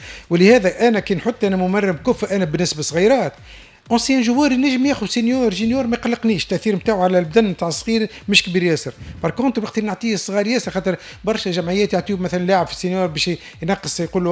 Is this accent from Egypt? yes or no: no; Tunisia; احنا عندنا في تونس